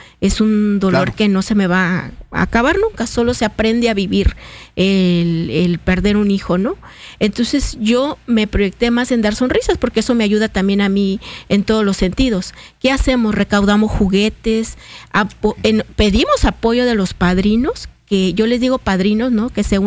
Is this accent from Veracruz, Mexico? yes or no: yes; Coatzacoalcos, Veracruz, Mexico; now in Mérida, Mexico; En Coatzacoalcos, Veracruz, somos originarios de Coatzacoalcos, pero tengo muchos años viviendo aquí en Mérida.